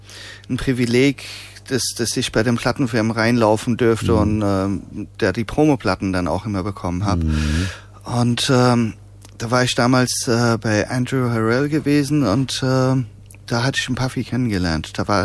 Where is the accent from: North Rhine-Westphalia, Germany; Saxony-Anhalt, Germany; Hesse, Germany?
Hesse, Germany; Liederbach; also born or lived in Eppstein; Aufgewachsen in Liederbach, aber schon Taunus die Ecke, später Eppstein. Ich glaube, bis ich volljährig wurde, bin ich auch so, ich glaube, so circa 15 Mal umgezogen.